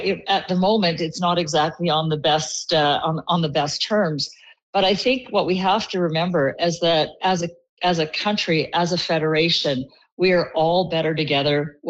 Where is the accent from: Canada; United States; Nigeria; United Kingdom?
Canada; Alberta; I mean, I grew up in Peter Lougheed's Alberta, and a lot of us of a certain demographic obviously did.